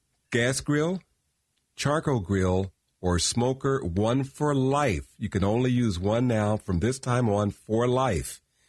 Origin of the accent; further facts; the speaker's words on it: Kansas, United States; Growing up in Kansas